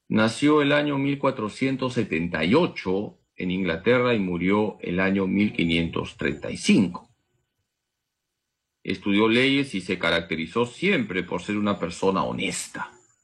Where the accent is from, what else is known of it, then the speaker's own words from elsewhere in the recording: Peru; el Perú somos los peruanos.